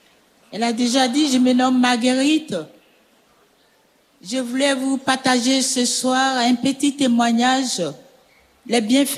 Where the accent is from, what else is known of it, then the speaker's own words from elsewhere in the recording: Côte d’Ivoire; Et je suis une Ivoirienne. Et je suis née dans une grande famille.